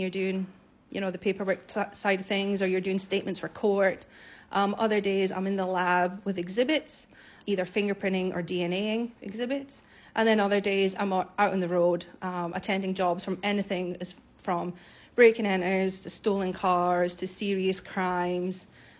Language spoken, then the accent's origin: English; Scotland, United Kingdom; moved away as an adult; now in Queensland, Australia; So I'm Scottish. I moved to Queensland in 2010.